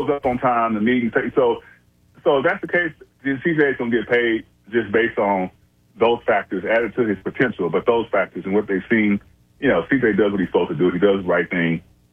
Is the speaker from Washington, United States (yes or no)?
no; Houston, Texas, United States; moved away; I am a Houston area native, Harris County native, and I grew up an Oilers fan.